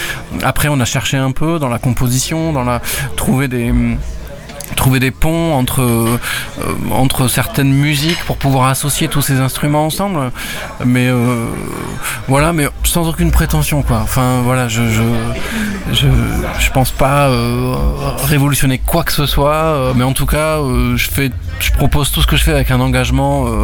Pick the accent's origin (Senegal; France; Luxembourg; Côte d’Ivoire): France; Occitanie; born there; Moi, je suis né dans le Lot